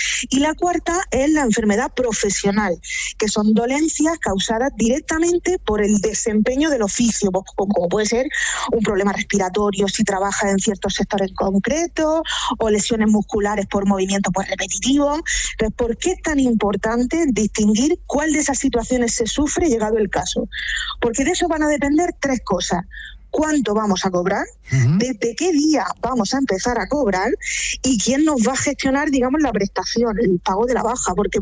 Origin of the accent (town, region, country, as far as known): Region of Murcia, Spain